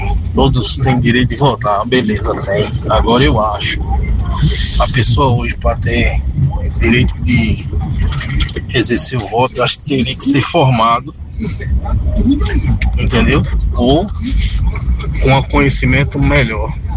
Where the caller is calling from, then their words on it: Serrinha, Bahia, Brazil; eu sou de Serrinha também.